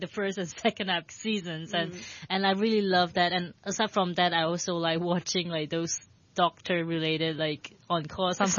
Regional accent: Malaysia; moved away as an adult; now in Hong Kong; I am Malaysian, Chinese. I came to Hong Kong around like 7 years ago for my university. I was studying in the HSUHK, Hang Seng University of Hong Kong.

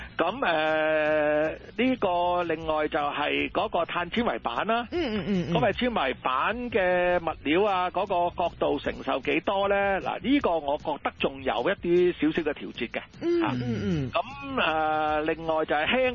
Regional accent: Hong Kong; 即係我哋香港人咧

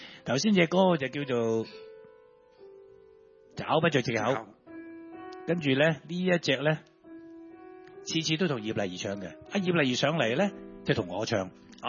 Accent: Guangdong, China; 但系佢咁啱就系即系唔系好入世我哋广东人啦

